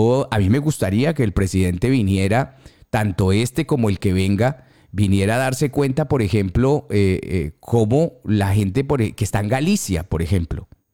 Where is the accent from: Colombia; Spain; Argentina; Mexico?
Colombia; moved away